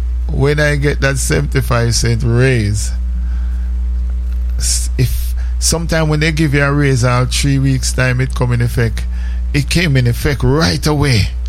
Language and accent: English; Jamaica; But it's because I'm Jamaican.